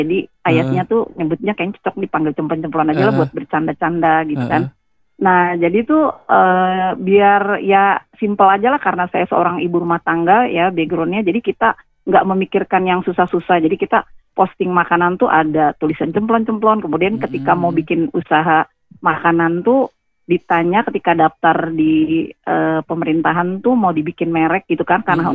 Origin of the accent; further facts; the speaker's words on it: Jakarta, Indonesia; Kalau saya di Jembatan 5